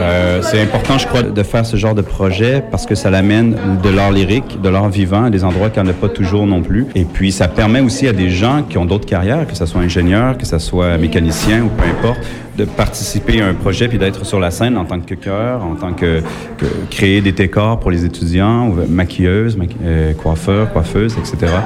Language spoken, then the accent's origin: French; Quebec, Canada; moved away as an adult; also born or lived in Switzerland; now in Paris, France; je suis originaire du Québec. Donc, la raison pourquoi je me suis installé à Paris, c'est parce qu'on voyage beaucoup.